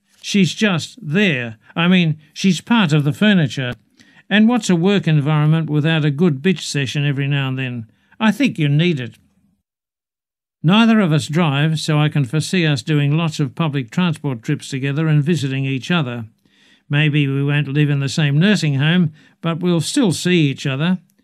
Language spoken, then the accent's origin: English; New South Wales, Australia; It's a shared experience for us, even though we're from different country. I'm from Killamilroy in Western New South Wales